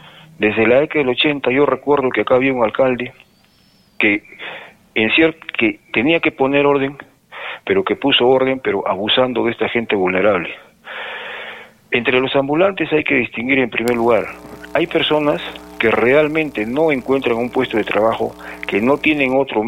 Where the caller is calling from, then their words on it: Arequipa, Peru; acá en Arequipa